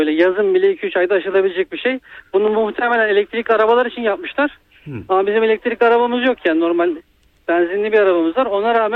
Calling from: Denizli, Turkey; abi, Deniz'den arıyorum.

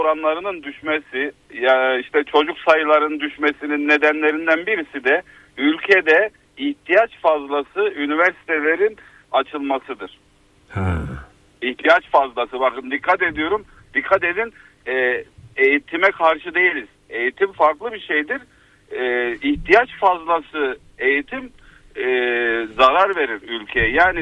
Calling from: Antalya, Turkey; Ben Antalya'dan.

